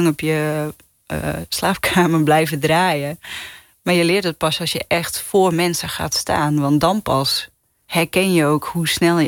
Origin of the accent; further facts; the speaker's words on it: Gouda, South Holland, Netherlands; now in Amsterdam, Netherlands; ik kom uit Gouda.